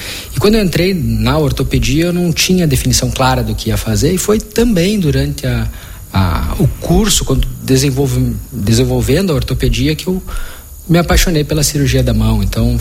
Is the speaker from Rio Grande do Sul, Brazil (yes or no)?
yes; Santiago, Rio Grande do Sul, Brazil; now in Maranhão, Brazil; Não, eu sou natural de Santiago, fica região centro-oeste do estado. E acabei vindo para cá há 13 anos, mais ou menos, né?